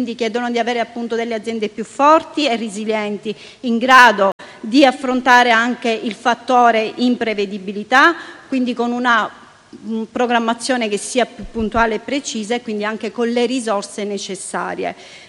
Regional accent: Sicily, Italy; Io, essendo siciliana, ho in mente sempre la mia Sicilia

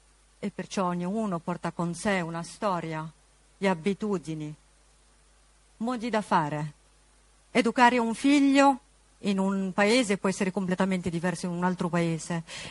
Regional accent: Lebanon; now in Italy; nel mio paese d'origine, in Libano

